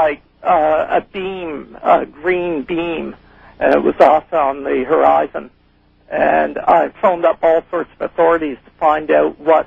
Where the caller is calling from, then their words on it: Toronto, Ontario, Canada; I'm from Toronto.